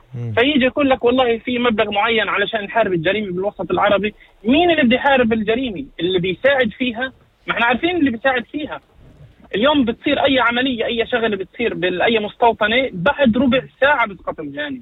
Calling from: Triangle, Israel; معك مستمع من المثلث.

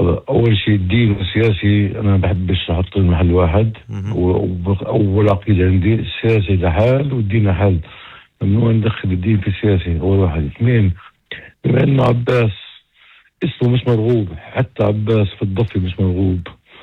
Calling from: Acre, Northern District, Israel

